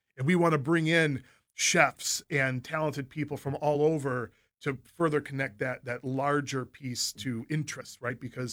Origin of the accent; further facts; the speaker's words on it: Cleveland, Ohio, United States; I'm from Cleveland, Ohio. I love the Midwest. I love Cleveland.